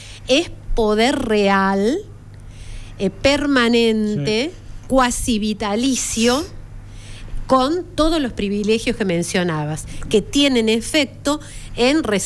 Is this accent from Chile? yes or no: no; La Rioja, Argentina; accent: riojana tonada; riojana, pero no se me va la tonada.